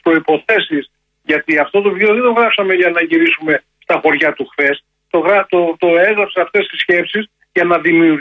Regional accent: Central Greece, Greece; born there; έχω γεννηθεί σε χωριό, από τα κάψαλα στήρων νότιας Εύβοιας.

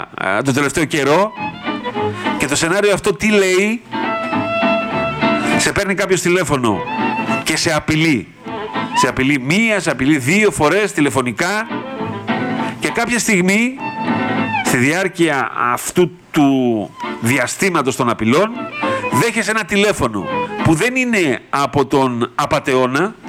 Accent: Greece; εμείς ως Έλληνες καταναλωτές

